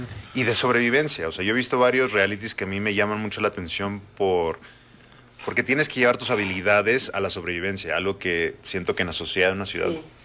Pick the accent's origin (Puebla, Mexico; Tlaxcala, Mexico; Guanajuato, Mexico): Guanajuato, Mexico; San Miguel de Allende; born there; No, yo no nací en Estados Unidos. Yo, de hecho, nací en San Miguel de Allende, en Guanajuato.